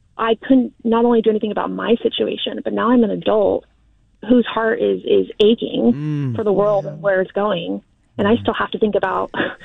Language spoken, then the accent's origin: English; Martinez, California, United States; I go to San Francisco, I work in Berkeley, like I grew up in Martinez.